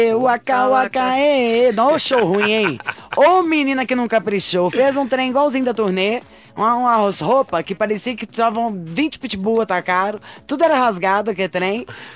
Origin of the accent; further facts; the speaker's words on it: Brazil; nós, brasileiros